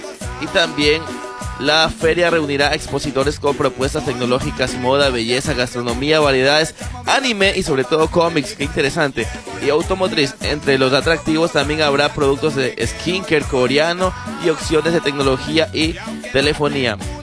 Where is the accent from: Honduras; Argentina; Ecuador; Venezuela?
Ecuador